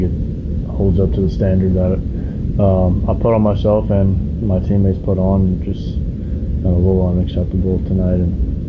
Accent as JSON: {"language": "English", "region": "the South", "country": "United States", "said": "we're two dudes from the South"}